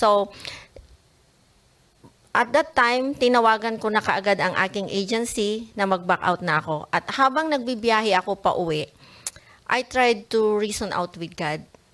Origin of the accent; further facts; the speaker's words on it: Cagayan Valley, Philippines; now in Santiago City, Philippines; So, ako ay from Nueva Vizcaya at ang aking asawa naman ay from Cagayan Province. Pero nakatira kami sa Santiago City, Isabela.